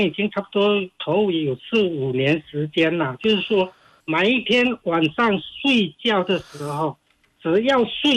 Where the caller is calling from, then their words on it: Zhangzhou, Fujian, China; 我福建漳州的。